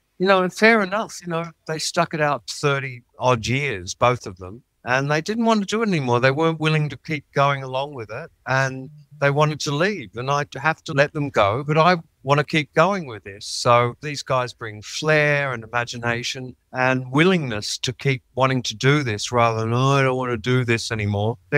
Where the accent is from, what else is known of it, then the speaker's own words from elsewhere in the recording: England, United Kingdom; Yeah, because I'm English and I never got naturalized.